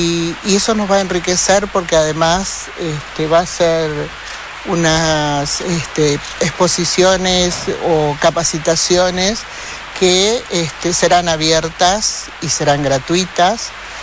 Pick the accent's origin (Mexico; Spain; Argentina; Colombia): Argentina; Chaco; lo que somos los chaqueños y los argentinos